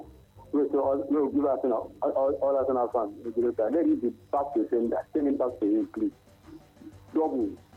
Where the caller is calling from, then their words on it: Snake Island, Lagos, Nigeria; I'm calling from Snake Island.